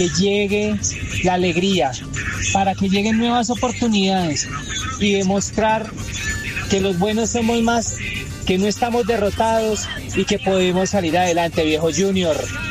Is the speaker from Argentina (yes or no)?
no; Colombia; votemos por quienes somos, porque somos colombianos, porque somos lo que somos gracias a Dios